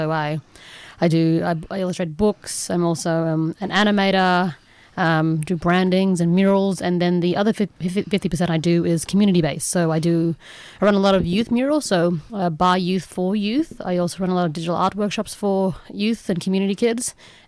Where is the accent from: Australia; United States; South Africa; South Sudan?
Australia; Wyndham, Western Australia; also born or lived in Elcho Island, Northern Territory; way over in the Kimberley, East Kimberley more specifically, from a small town called Wyndham. And I'm also from Kalawinku, which is also called Elko Island, all the way in East Arnhem Land.